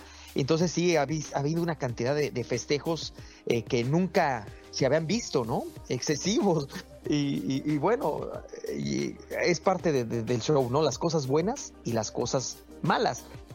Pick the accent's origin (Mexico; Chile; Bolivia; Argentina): Mexico; soy mexicano y todo